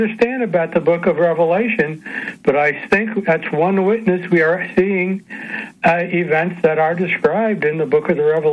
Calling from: New Jersey, United States; I am a grizzled old geezer living in New Jersey.

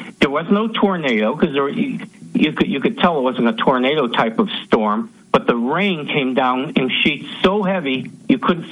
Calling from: Connecticut, United States; from Connecticut.

